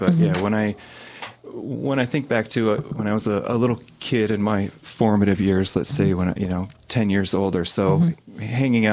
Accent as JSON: {"language": "English", "town": "Frankfort", "region": "Michigan", "country": "United States", "tie": "born or raised there", "also_born_or_lived": "Traverse City, Michigan", "said": "I was actually born in Traverse City, but raised in Frankfort. I grew up here, went to Frankfort High School. And but my family is all from here."}